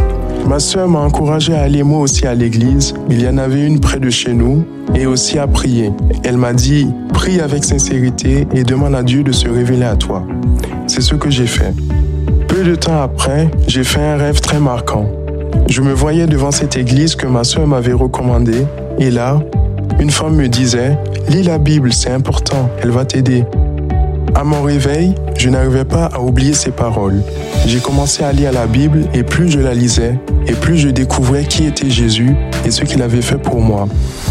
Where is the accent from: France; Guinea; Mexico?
Guinea; born there; Je suis né en Guinée, dans une famille aimante, avec un grand frère et une grande sœur. Comme la grande majorité des Guinéens, nous étions musulmans.